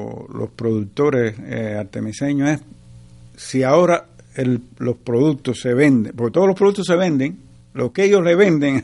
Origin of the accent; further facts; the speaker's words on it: Baracoa, Guantánamo, Cuba; Mira, no es solo La Habana. Mira, yo vengo de Baracoa.